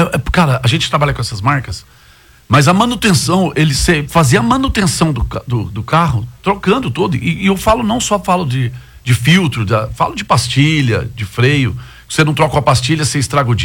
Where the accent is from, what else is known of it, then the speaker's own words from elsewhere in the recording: Goiás, Brazil; Eu sou goiano e já morei fora daqui de Goiás.